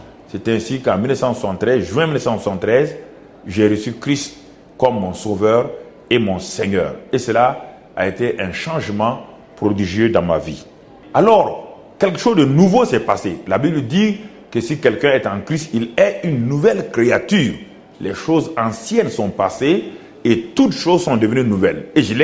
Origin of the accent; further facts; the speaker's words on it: Burkina Faso; moved away; ils sont chez moi au Burkina Faso.